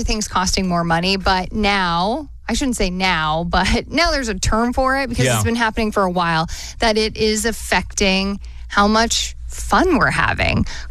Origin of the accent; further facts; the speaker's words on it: Grande Prairie, Alberta, Canada; born or raised there; moved away